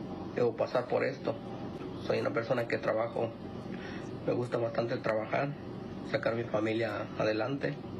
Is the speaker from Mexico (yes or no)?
yes; State of Mexico, Mexico; now in Virginia, United States; tengo 45 años, soy del Estado de México.